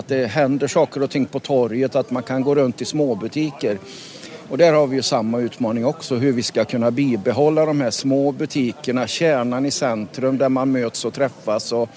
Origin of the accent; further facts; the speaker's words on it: Lidköping, Västra Götaland County, Sweden; Jag är från Lidköping